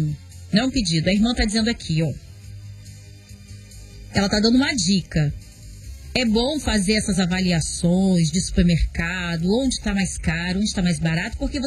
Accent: Vila Velha, Espírito Santo, Brazil; born there; Nasci em Santa Inês. É, conheço também essas regiões. Eu morava perto do cemitério de Santa Inês.

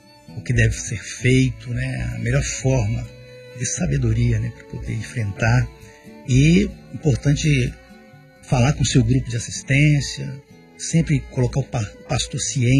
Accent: Aimorés, Minas Gerais, Brazil; born there; Aimorés, onde eu nasci.

